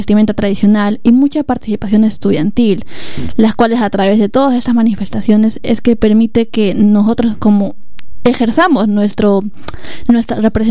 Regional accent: Peru; para identificarnos más como peruanos

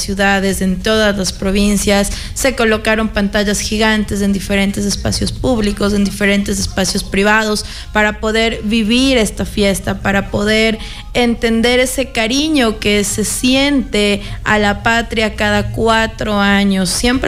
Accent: Ecuador; como ecuatorianos no conocemos ese tipo de creencias

